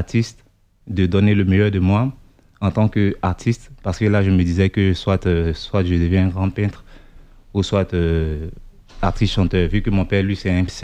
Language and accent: French; Côte d’Ivoire; moved away; on habitait un peu, du genre, une cour commune, là-bas en Afrique, en Côte d'Ivoire, parce que c'est okay. là d'où je viens. Je précise bien, je suis ivoirien.